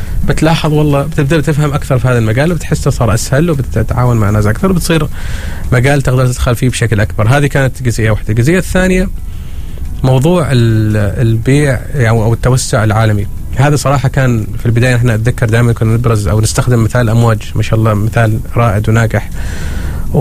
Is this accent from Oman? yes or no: yes; Oman; ونحن كشباب عمانيين وك فكر او تقول شباب عمانيين بس مع فكر عالمي